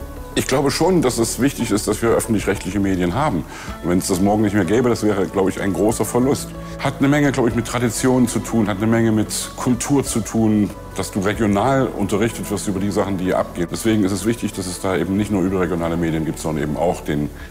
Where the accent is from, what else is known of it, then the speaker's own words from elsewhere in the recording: Leipzig, Saxony, Germany; ich komme aus Leipzig